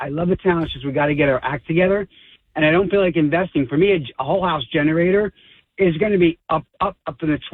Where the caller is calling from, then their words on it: Millstone, New Jersey, United States; I live in Millstone, which I love.